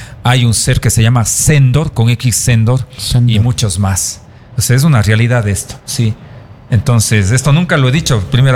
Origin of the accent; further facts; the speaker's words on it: Ecuador; yo soy ecuatoriano